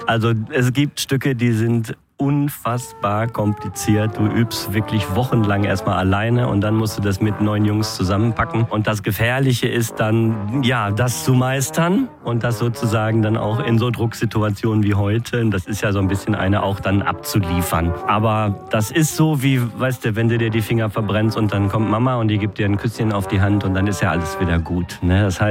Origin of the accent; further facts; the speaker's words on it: Gelsenkirchen, North Rhine-Westphalia, Germany; Ich komme aus Gelsenkirchen in Deutschland im Ruhrgebiet.